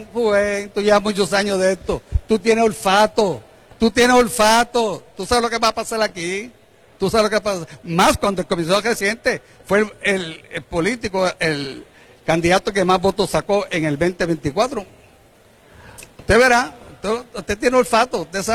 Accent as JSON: {"language": "Spanish", "town": "Caguas", "country": "Puerto Rico", "said": "en la política de mi ciudad de Cagua"}